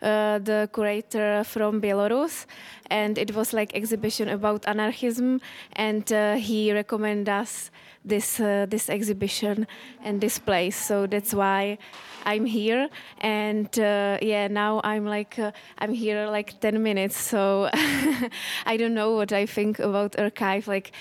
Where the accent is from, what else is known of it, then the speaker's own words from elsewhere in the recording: Czechia; English is a second language; from Czech Republic, and this is our last day in Vienna.